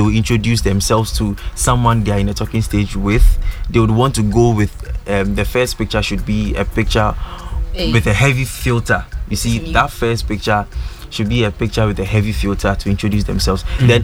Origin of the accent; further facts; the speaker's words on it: Ghana; When you see me, you know I'm a Ghanaian.